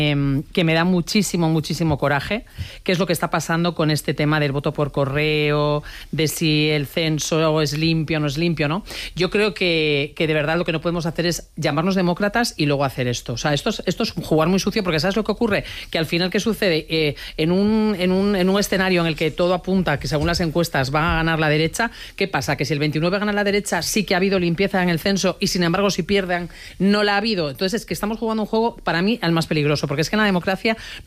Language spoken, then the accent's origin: Spanish; Galicia, Spain; A mí me da mucho coraje como gallega